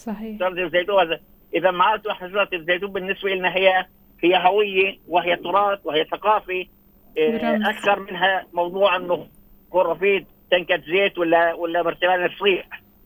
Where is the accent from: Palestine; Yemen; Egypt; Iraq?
Palestine; احنا إلنا كفلسطينيين